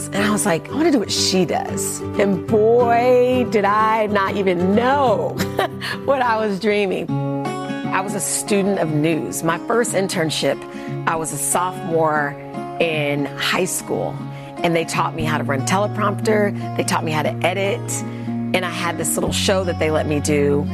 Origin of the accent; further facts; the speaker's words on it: Wichita, Kansas, United States; I grew up in Wichita, Kansas. It's not like I had all of these advantages.